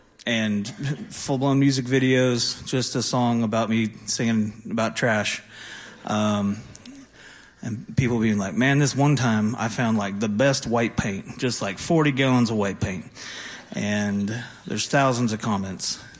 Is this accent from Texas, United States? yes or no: yes; Dallas, Texas, United States; I grew up in Dallas, Texas, next to my grandparents. We lived in a duplex.